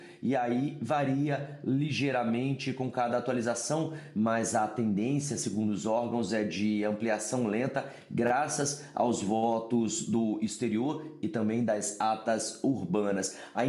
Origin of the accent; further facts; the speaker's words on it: Brazil; now in United States; como nós brasileiros também fazemos bem